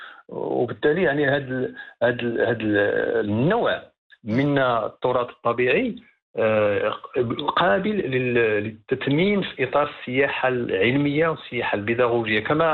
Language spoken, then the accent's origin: Arabic; Safi, Marrakesh-Safi, Morocco; عندنا هنايا في المنطقة ديال أسفي